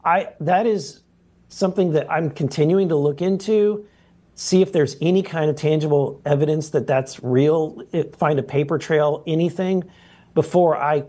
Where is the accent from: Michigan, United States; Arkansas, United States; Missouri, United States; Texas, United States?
Missouri, United States; and so I am from Missouri.